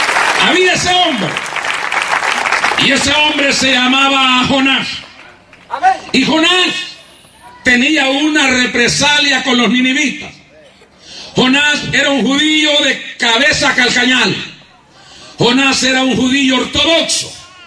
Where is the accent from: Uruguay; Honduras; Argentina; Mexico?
Honduras; born there; moved away; soy nacido en Honduras. Aquí tiene un catracho de nacimiento. Y no le digo que dejé el ombligo en Amasigo y Choluteca, porque es el bando aquí. Pero la tripa se allá quedó.